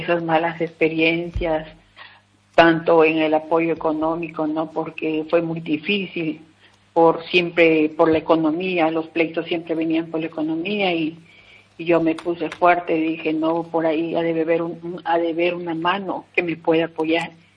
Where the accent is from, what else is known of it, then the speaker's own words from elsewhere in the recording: Piura, Peru; reciban el saludo de todas las mujeres emprendedoras de mi tierra, como es Piura.